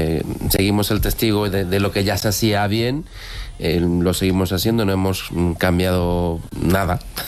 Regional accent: Paraguay; now in Spain; Bueno, yo llevo 22 años aquí, pero soy de Paraguay.

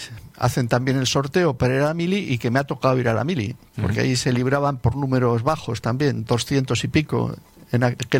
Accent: San Andrés de Giles, Buenos Aires Province, Argentina; born there; moved away; No, no lo olvido. En primer lugar, bueno, porque es donde yo nací, lo quiero mucho, lo sigo queriendo, pero también mantuve relación por la familia que tengo allí

